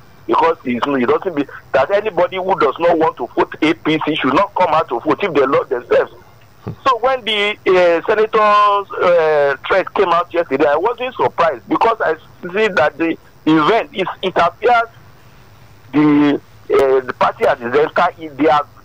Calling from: Agege, Lagos, Nigeria; calling from Agege.

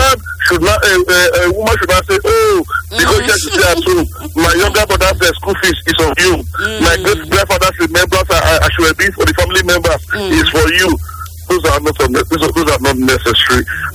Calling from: Benin; I'm calling from Benin, from Adoawa.

